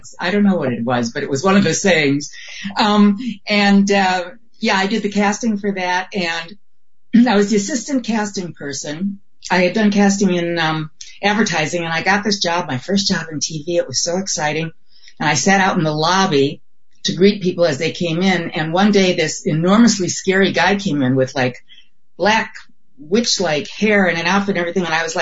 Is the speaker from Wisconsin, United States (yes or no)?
yes; Milwaukee, Wisconsin, United States; moved away; I'm from Milwaukee.